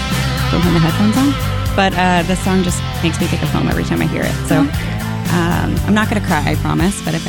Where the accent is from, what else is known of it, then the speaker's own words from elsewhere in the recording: Tennessee, United States; moved away; I'm from Tennessee.